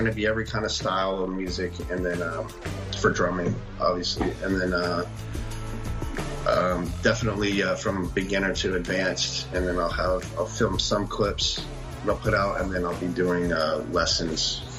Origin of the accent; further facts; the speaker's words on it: Jacksonville, Florida, United States; I grew up in Jacksonville, Florida. Life was, it's a pretty interesting town there. It was a smaller town that's trying to be a big city.